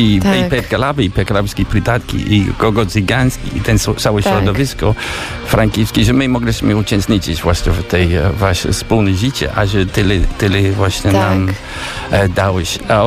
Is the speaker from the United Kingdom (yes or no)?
yes; England, United Kingdom; Polish is a second language; moved away; ja jako Anglik nigdy nie będzie spał spokojnie